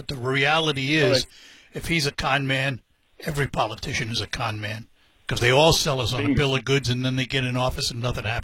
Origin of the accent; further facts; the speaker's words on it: New York, United States; I'm a New Yorker.